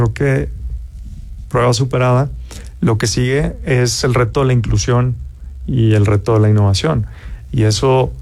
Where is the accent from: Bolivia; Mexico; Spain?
Mexico; Y pues eso, como mexicano, me da mucho orgullo, ¿no?